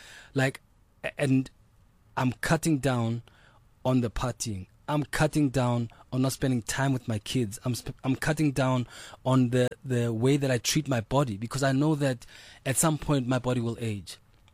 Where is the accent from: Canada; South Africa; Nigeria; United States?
South Africa; also born or lived in Butterworth; as a South African